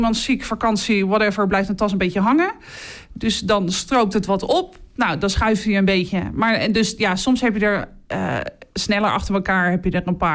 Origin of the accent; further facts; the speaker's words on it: Gouda, South Holland, Netherlands; moved away as an adult; now in Katwijk, Netherlands; ik kom uit Gouda.